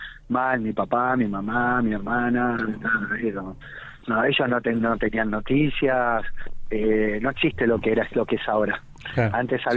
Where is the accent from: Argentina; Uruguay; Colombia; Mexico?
Argentina; Buenos Aires; born there; nací en Capital Federal.